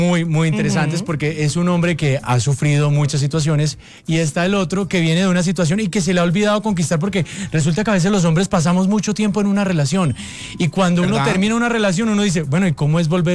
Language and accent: Spanish; Tuluá, Valle del Cauca, Colombia; now in Bogotá, Colombia; yo soy de un pueblito hermoso llamado Tuluá Valle del Cauca.